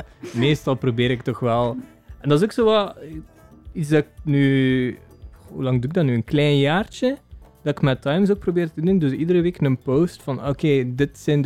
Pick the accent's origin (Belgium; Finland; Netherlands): Belgium; Waregem, Flanders; Maar nee, maar dus, ik ben ook van Waregem. En in Waregem, er is niet echt muziek dat mij aanstond.